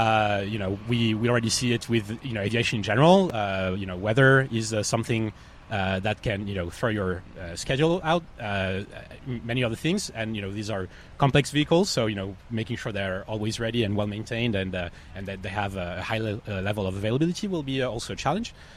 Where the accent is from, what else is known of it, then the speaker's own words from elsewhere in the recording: France; moved away; I'm originally from France